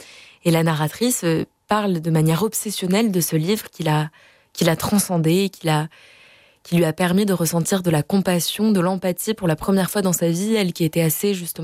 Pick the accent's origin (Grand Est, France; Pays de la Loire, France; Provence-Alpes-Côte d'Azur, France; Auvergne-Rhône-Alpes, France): Provence-Alpes-Côte d'Azur, France; Marseille; Je suis marseillaise.